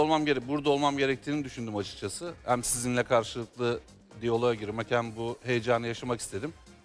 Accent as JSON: {"language": "Turkish", "town": "İspir", "region": "Erzurum", "country": "Turkey", "tie": "born there", "said": "14.06.1985 Erzurum İspir doğumluyum."}